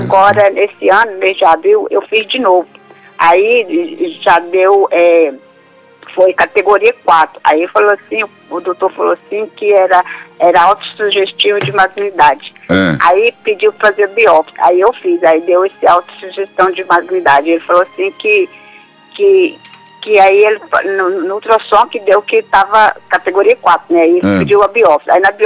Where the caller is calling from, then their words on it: Jaupassi, Goiás, Brazil; Eu falo do interior de Goiás.